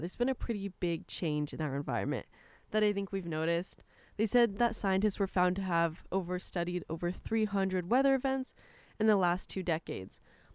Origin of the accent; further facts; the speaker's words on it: Colorado, United States; moved away; I'm from Colorado.